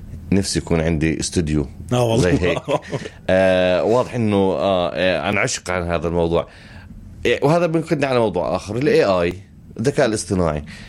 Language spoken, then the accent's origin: Arabic; Palestine; مصر لها حصة عندنا كفلسطينية